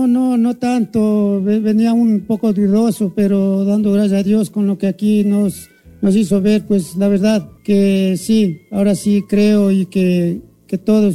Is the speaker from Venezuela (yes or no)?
no; Cochabamba, Bolivia; soy de Cuchabamba.